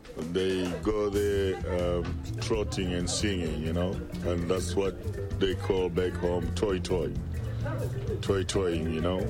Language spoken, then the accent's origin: English; Zimbabwe; I'm a musician from Zimbabwe, and my music is called Chimurenga Music.